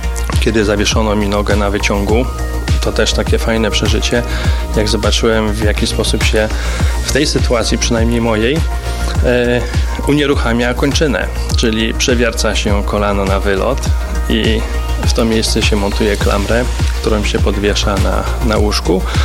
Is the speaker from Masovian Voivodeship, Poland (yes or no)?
no; Jelenia Góra, Lower Silesian Voivodeship, Poland